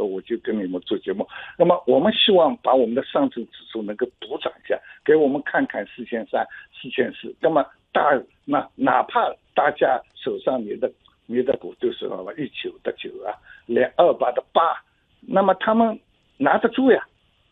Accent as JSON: {"language": "Chinese", "region": "Shanghai", "country": "China", "said": "像我们上海人说的，有点腔调，"}